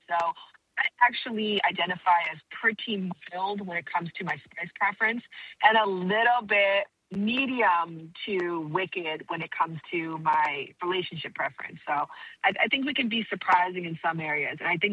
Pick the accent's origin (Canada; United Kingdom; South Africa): Canada; now in Los Angeles, United States; because I now live in Los Angeles, but I'm originally from Canada.